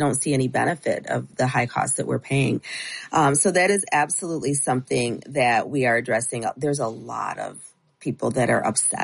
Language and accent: English; Troy, Michigan, United States; So I'm obviously from Troy. I've represented Troy for nearly 7 years.